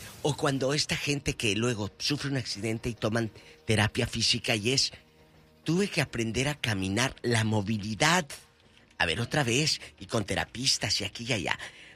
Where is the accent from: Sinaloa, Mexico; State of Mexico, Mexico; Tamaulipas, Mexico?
Tamaulipas, Mexico; Matamoros